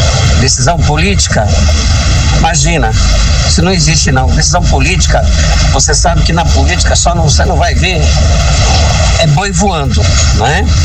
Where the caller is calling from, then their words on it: Caraguatatuba, São Paulo, Brazil; Eu sou de Caraguá, mas eu trabalho em São Sebastião.